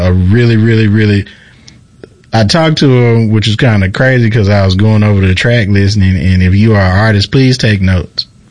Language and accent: English; Greenville, Mississippi, United States; Like, I'm from Greenville. I know that's country, but I know Thomastown got to be country.